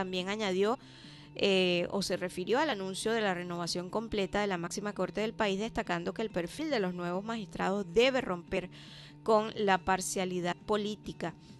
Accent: Venezuela

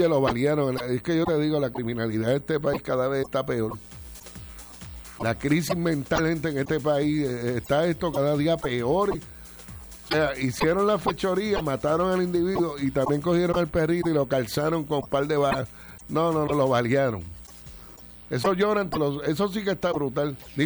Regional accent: Puerto Rico

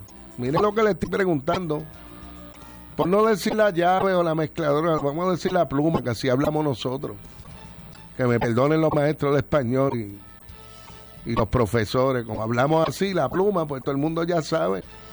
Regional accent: Añasco, Puerto Rico; La de Añasco también, la de mi pueblo.

